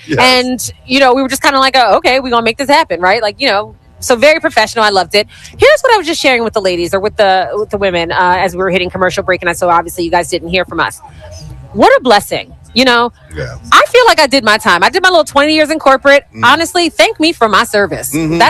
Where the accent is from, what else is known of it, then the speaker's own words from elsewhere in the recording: Philadelphia, Pennsylvania, United States; I'm born and raised in Philadelphia.